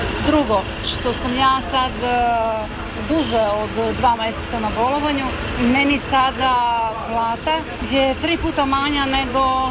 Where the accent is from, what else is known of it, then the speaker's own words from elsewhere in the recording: Southern Serbia, Serbia; Ja imam dobro iskustvo, ja sam iz sa Jugosrbije, došla sam ovdje godinu dana radim.